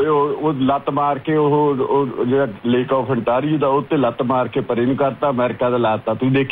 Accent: Gunachaur, Punjab, India; born or raised there; now in Canada

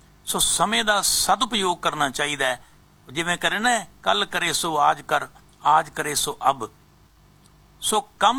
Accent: Punjab, India; ਕਿਉਂਕਿ ਅਸੀਂ ਪੰਜਾਬ ਤੋਂ ਆਏ ਹਾਂ, ਸਾਡੀ ਸੋਚ ਜਿਹੜੀ ਹੁੰਦੀ ਹੈ ਨਾ

